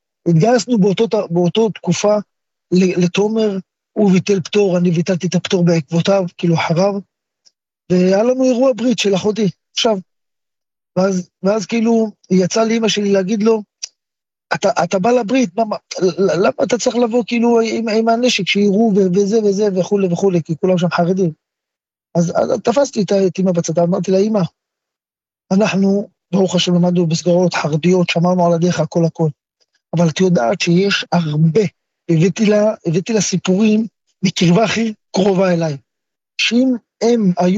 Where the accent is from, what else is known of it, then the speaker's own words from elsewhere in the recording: Bnei Brak, Tel Aviv District, Israel; אני גדלתי בבית, גם אחרי שהתגייסתי, אמרו לי, אל תבוא לבית עם מדים, אל תבוא לבני ברק עם מדים